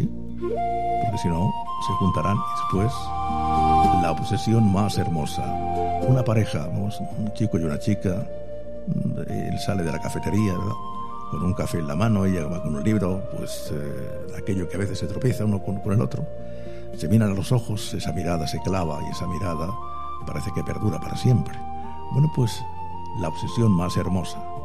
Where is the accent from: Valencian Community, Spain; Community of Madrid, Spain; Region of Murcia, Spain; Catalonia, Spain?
Region of Murcia, Spain; Murcia; born there; Yo nací en Murcia, aunque nací en Murcia capital